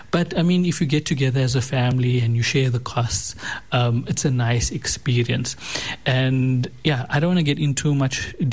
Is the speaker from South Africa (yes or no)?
yes; South Africa